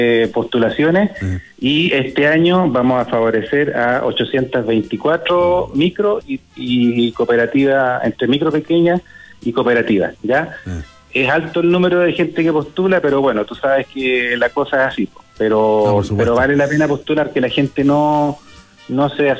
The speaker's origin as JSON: {"language": "Spanish", "town": "Valdivia", "region": "Los Ríos", "country": "Chile", "said": "algo real, porque me tocó verlo, yo soy de regiones, yo soy de Valdivia"}